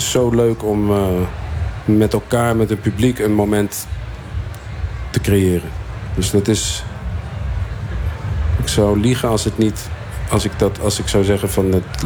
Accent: Zwolle, Overijssel, Netherlands; Vroeger was ik bijvoorbeeld trots van. Ja, ik kom uit Zwolle, maar ja, daar heb ik niks voor hoeven doen, hè.

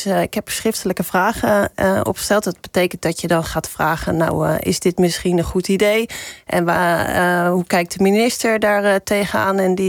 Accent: Delft, South Holland, Netherlands; ik kom uit Delft.

